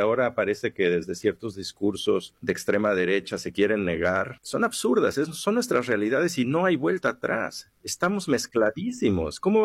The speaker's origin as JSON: {"language": "Spanish", "country": "Mexico", "said": "Somos mexicanos todos."}